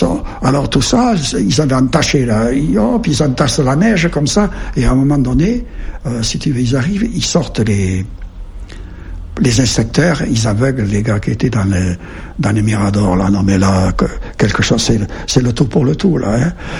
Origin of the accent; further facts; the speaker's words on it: Melk, Lower Austria, Austria; Et ce prêtre, à un moment donné, si tu veux, a tout fait pour rester chez nous à Melk.